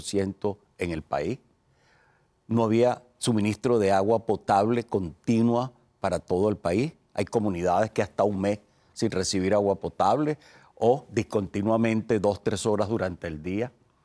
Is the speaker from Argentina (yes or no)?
no; Venezuela; yo como venezolano